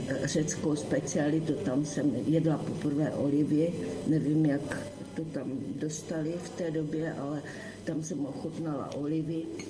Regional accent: Hranice, Olomouc Region, Czechia; born there; also born or lived in Hanušovice; protože jsem se narodila v Hranicích

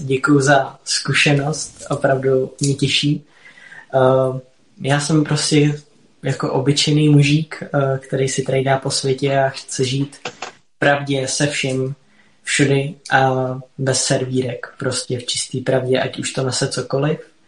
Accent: České Budějovice, South Bohemian Region, Czechia; Tak já jsem z Českých Budějovic.

